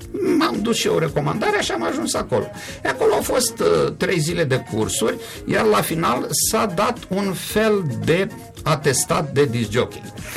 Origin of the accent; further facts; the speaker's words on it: Iași, Iași County, Romania; eu sunt ieșean la origine